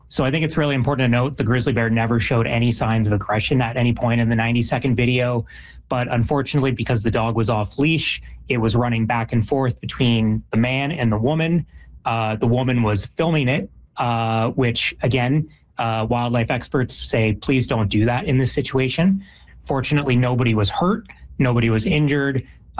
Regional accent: Ontario, Canada; moved away; I'm from Ontario

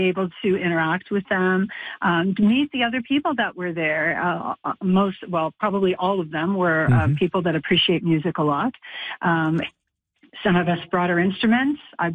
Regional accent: Nova Scotia, Canada; even though I'm originally from Nova Scotia.

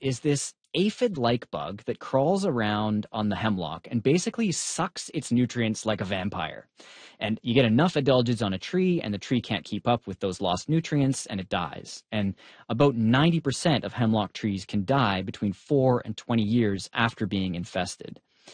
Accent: Prince George, British Columbia, Canada; as a kid growing up in my hometown of Prince George, I just remember all the trees dying.

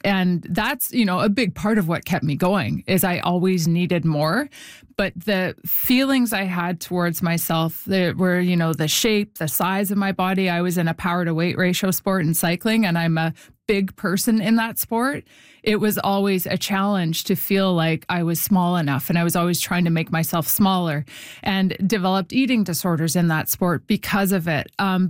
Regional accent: Winnipeg, Manitoba, Canada; It was community sport growing up in Winnipeg

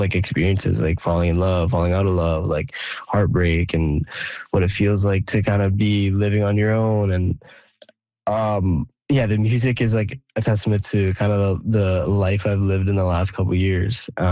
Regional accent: Timmins, Ontario, Canada; born or raised there; moved away

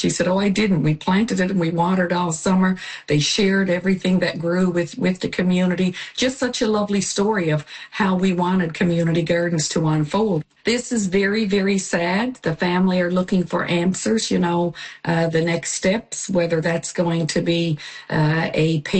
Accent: Charlottetown, Newfoundland and Labrador, Canada; born or raised there

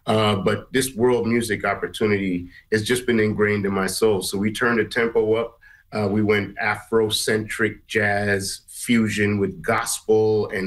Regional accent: Guyana; now in Canada; I'm from Guyana, so and … I'm mixed.

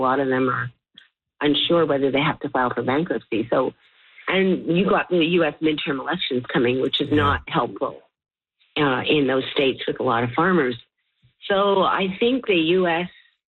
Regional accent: Canada; Being Canadian, we've all suffered too.

